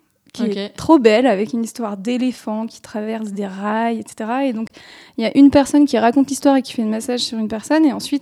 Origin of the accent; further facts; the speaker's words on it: Grenoble, Auvergne-Rhône-Alpes, France; alors je viens de Grenoble